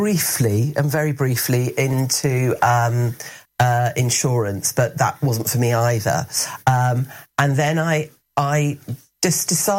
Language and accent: English; Newport, South East England, United Kingdom; born or raised there